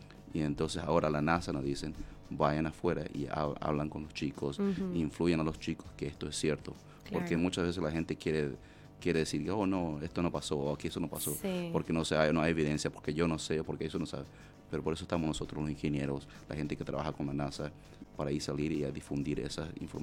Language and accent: Spanish; Paraguay; now in United States; de chiquito, a los 5, en Paraguay